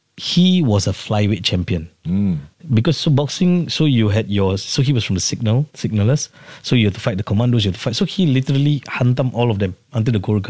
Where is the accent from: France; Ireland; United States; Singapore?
Singapore; Hougang; So where I grew up in Hougang, it's you don't see this kind of cars everywhere.